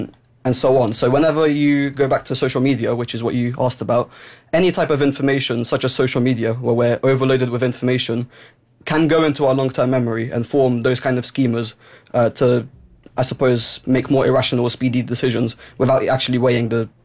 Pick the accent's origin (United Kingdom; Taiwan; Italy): United Kingdom; Luton, East of England; I'm from Luton.